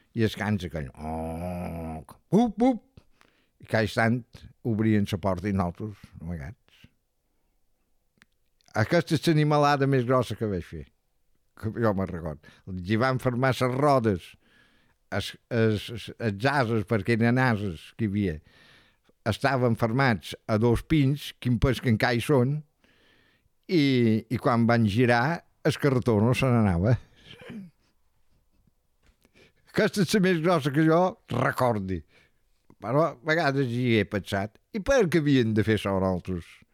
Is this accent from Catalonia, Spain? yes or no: no; Es Mercadal, Balearic Islands, Spain; born there; Vaig néixer a Sant Jordi, terme de Mercadal. Vaig néixer dia 17 del 10 del 43.